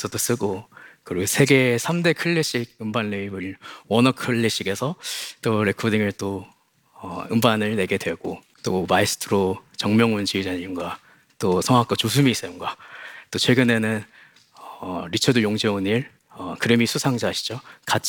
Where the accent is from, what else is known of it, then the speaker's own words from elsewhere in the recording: South Korea; also born or lived in United States; 제가 한 살쯤 부모님과 미국으로 갔다가 이제 한국에 돌아와 초등학교와 중학교를 마쳤는데 그때 한국말이 서툴러 적응하는 데큰 어려움이 있었습니다.